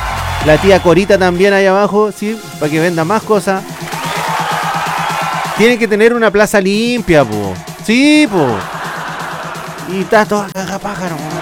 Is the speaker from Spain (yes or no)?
no; Ancud, Los Lagos, Chile; A mí me encanta Ancud. Soy hijo pródigo de Ancud.